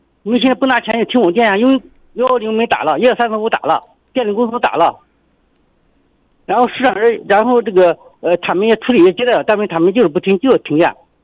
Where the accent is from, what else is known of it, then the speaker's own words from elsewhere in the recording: Anhui, China; moved away as an adult; now in Xinjiang, China; 因为我们老家安徽的，跑了几千公里到这里到新疆来做生意